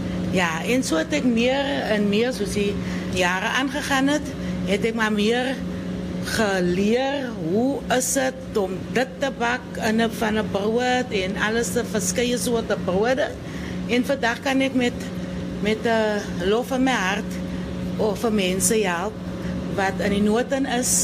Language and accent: Afrikaans; Touws River, Western Cape, South Africa; also born or lived in Liboneer; Ja, nee, ek is een plaasmeisie, ja. Ek is gebore op Liboneer en groot geraak in die Touwsrivier.